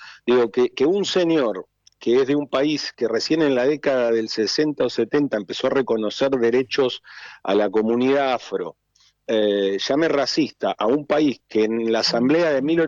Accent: Argentina; born there; Yo me formé y me crié en la comunidad española y manteniendo esa identidad, más allá que también tengo algún abuelo italiano, pero la mayoría fue española

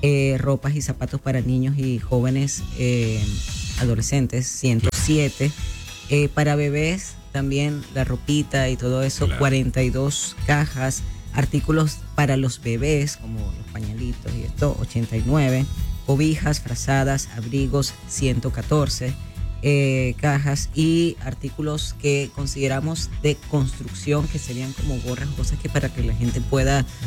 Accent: Venezuela; moved away; Somos venezolanos

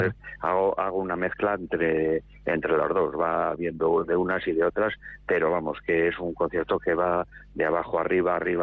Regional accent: Barbastro, Aragon, Spain; born there; Yo nací ahí al lado, en Barbastro.

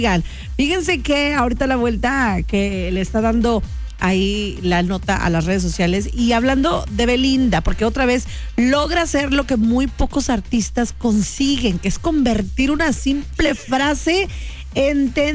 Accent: Mexico

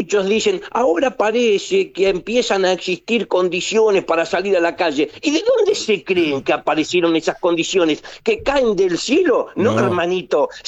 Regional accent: Argentina; ¿En serio, como argentinos, vamos a tolerar que esta Cristalina Georgieva nos diga que no le preocupa que la Argentina no tenga dinero para pagar la deuda?

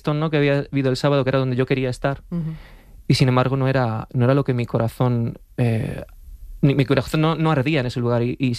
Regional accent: Alcalá de Henares, Community of Madrid, Spain; Yo soy de Alcalá de Henares, nací en Alcalá de Henares, ¿no?

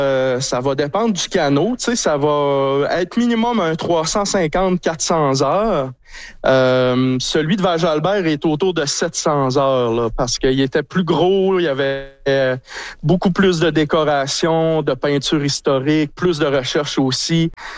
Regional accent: Chambord, Quebec, Canada; now in Saint-Félicien, Canada; moi, je suis originaire de Chambord, imaginez.

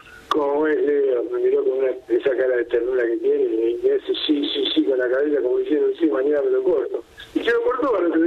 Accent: Argentina; El argentino es especial. Yo soy argentino también.

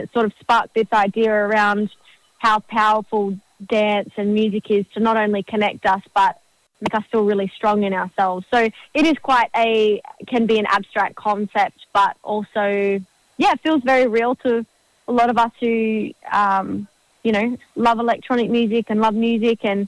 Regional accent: Alice Springs, Northern Territory, Australia; And I'm from Alice Springs, and we're nowhere near that now, which is really sad.

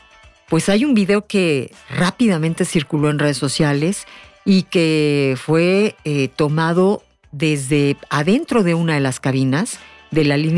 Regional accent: Mexico City, Mexico; somos mexicanos, pero además chilangos

